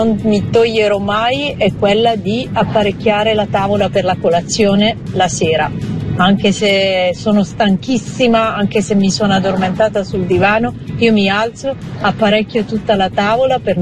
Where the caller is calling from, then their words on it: Rome, Lazio, Italy